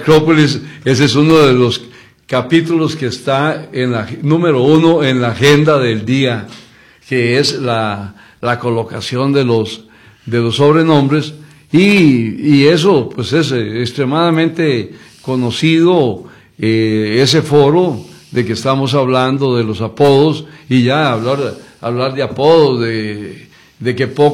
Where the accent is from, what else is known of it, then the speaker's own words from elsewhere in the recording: Alajuela, Costa Rica; Yo soy alajuelense, pero de marcado y orgulloso.